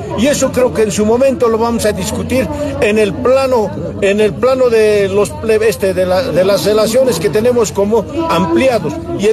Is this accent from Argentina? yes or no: no; Bolivia; Como bolivianos y como jubilados, esa es nuestra decisión de toda la Confederación de Jubilados.